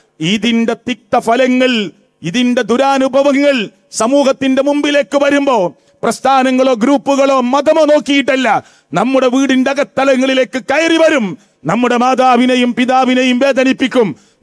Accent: Manjeri, Kerala, India; എന്റെ നാട്ടിൽ മലപ്പുറം ജില്ലയിൽ മഞ്ചേരിയിൽ

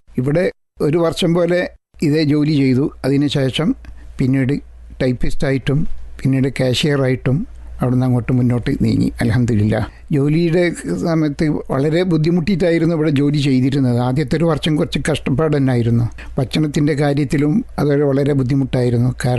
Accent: Kozhikode, Kerala, India; moved away as an adult; Kozhikode Kuttichira

